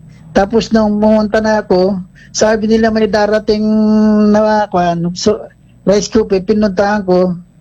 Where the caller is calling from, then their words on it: Puerto Princesa, Mimaropa, Philippines; Dito po sa Puerto Princesa.